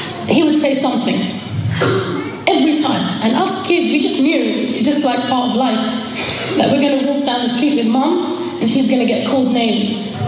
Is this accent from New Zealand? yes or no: no; Hackney, London, United Kingdom; we grew up in Hackney. She used to walk on the streets of Hackney at a time when nobody wore hijab.